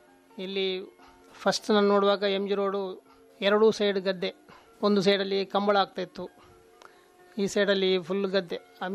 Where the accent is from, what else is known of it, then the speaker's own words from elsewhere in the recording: Karnataka, India; born there; now in Mangalore, India; ಅಮ್ಟೂರು ನನ್ನ ಹುಟ್ಟೂರು, ಹಾಗೆ ಅಮ್ಟೂರು ನನ್ನ ಊರಿನ ಬಗ್ಗೆ ಒಂದು ಕಾಳಜಿಯಿಂದ ಆ ಹೆಸರನ್ನು ಇಟ್ಟಿದ್ದೇನೆ. ಎಲ್ಲರಿಗೂ ಇಲ್ಲದ್ರೆ